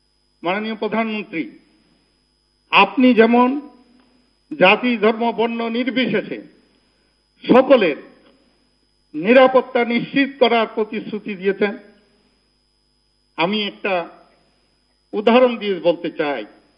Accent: Cox's Bazar district, Chittagong Division, Bangladesh; born there; আমি গর্ববোধ করি আমার বাড়ি ওনার জেলায়।

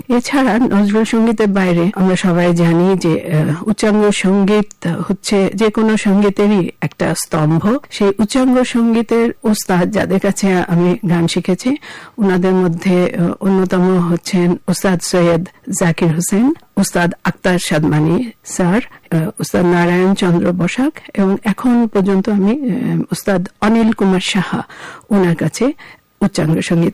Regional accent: Dhaka, Dhaka Division, Bangladesh; আমার জন্ম ঢাকাতেই, আমি শান্তিনগরে আমাদের বাসা, ওখানে আমার জন্ম হয়েছিল, ওখানে আমি বড় হয়েছি, স্কুলে পড়েছি, তারপরে হোলি ক্রস কলেজে পড়েছি

